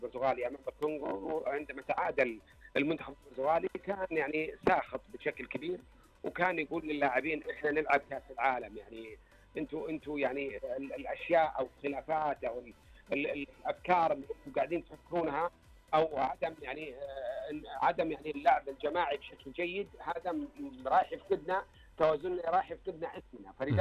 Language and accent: Arabic; Saudi Arabia